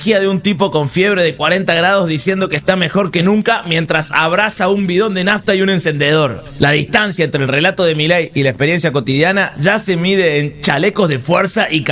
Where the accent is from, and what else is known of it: Argentina